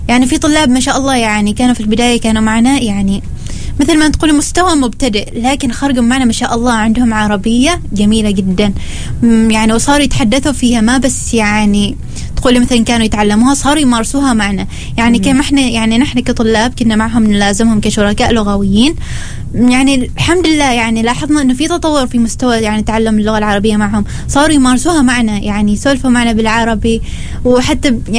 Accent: Oman; يعني كيف نحن كعمانيين, حتى مثلا رويناهم الأزياء العمانية, خليناهم يقربوها

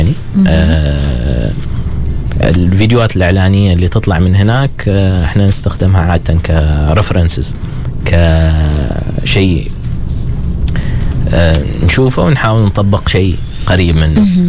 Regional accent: Oman; إحنا كمواهب عمانية

